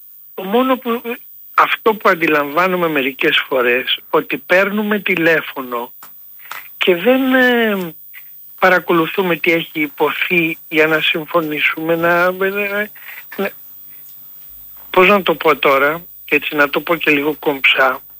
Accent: Athens, Attica, Greece; born there; Όχι, εγώ έχω γεννηθεί στην Αθήνα.

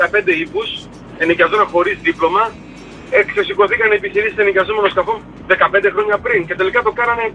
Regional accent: Greece; γιατί είμαστε Έλληνες

